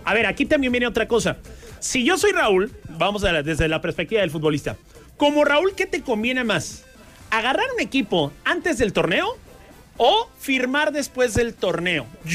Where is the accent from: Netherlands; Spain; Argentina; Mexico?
Mexico; Irapuato, Guanajuato; Pues yo soy de Irapuato